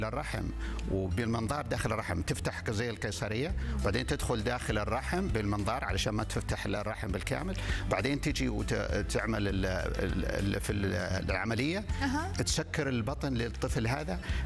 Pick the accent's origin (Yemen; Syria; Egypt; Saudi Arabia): Saudi Arabia; ونفتخر فيها كسعوديين